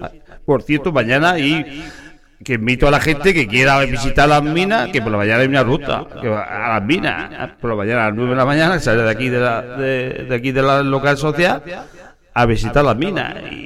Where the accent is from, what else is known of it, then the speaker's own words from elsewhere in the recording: Region of Murcia, Spain; born there; moved away as an adult; yo no nací aquí, yo nací en Puria.